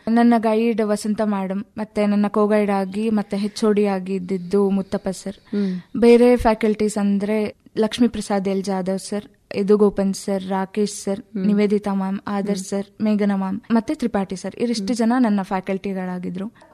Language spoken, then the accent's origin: Kannada; Chikkamagaluru, Karnataka, India; moved away as an adult; also born or lived in Davanagere / Hassan; ನಮ್ಮ ಚಿಕ್ಕಮಗಳೂರಲ್ಲಿ ಧರ್ಮಸ್ಥಳ ಸಂಸ್ಥೆಯವ್ರದ್ದು ಒಂದು ಪುಟ್ಟ ಕ್ಲಿನಿಕ್ ಇದೆ